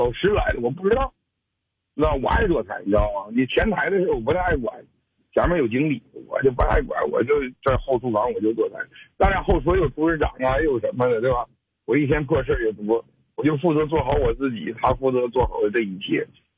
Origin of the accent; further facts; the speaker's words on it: Wafangdian, Liaoning, China; now in Shenyang, China; 回到了我老家瓦房店